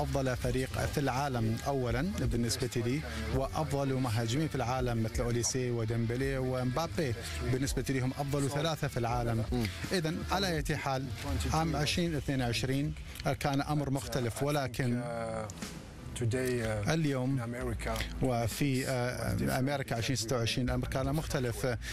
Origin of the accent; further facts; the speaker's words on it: Morocco; أنا خاصة كمغربي، أنا أعشق بلادي